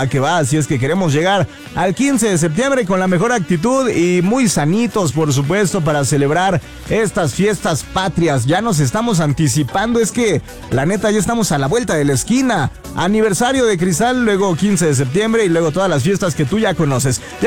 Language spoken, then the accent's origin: Spanish; Mexico; como mexicanos que somos